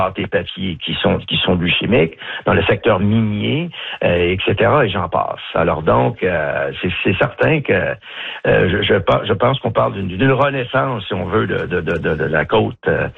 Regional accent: New Richmond, Quebec, Canada; moi, j'ai grandi à New Richmond face à Belle-Dune.

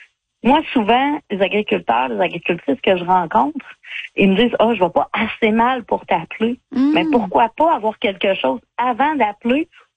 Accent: La Pocatière, Quebec, Canada; Dans le fond, moi, je viens du Bas-Saint-Laurent, la Pocatière, très agricole. Donc, mes grands-parents avaient une ferme.

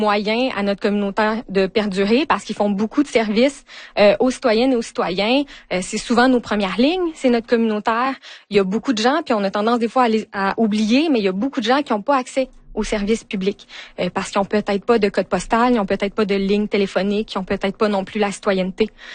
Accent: Quebec, Canada; c'est une tendance qu'on remarque chez nous, au Québec, en Abitibi aussi.

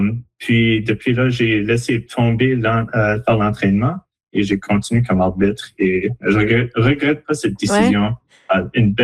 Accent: Moncton, New Brunswick, Canada; now in Dieppe, Canada; J'ai grandi à Moncton, puis j'ai joué pour l'école de lycée. Mais maintenant, j'habite à Dieppe

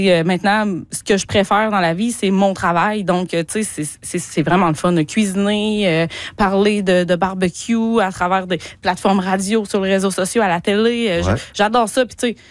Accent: Quebec, Canada; Tu sais, moi, j'ai cuisiné de la viande sauvage toute ma vie. Vu que je viens de l'Abitibi, en fait.

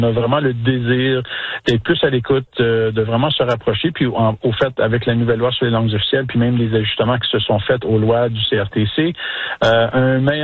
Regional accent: Saskatchewan, Canada; nos jeunes françaisquois, françaisquoises, puissent se voir, s'entendre, entendre notre accent

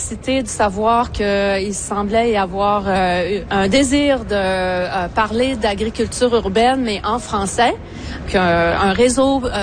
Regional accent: Quebec, Canada; first language French; moved away; Je viens d'un milieu rural dans la province du Québec. Mes grands-parents viennent de l'agriculture.

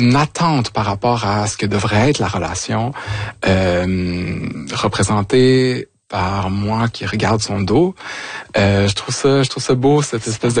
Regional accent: Quebec, Canada; Et donc moi, je suis retourné dans ma région natale, c'est-à-dire Vaudreuil-Soulanges

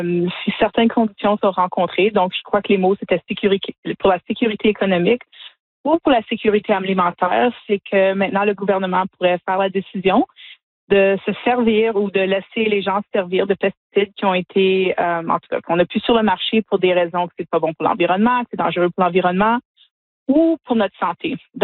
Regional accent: Sudbury, Ontario, Canada

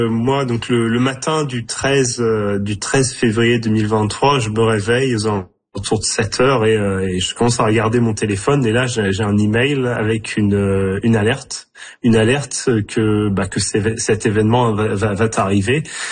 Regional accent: Normandy, France; Et là je vois que c'est très proche de là d'où je viens, en Normandie.

